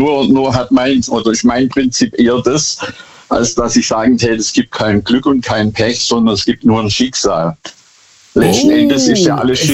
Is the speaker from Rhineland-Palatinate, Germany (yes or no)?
no; Bad Boll, Baden-Württemberg, Germany; ich komme aus Bad Boll.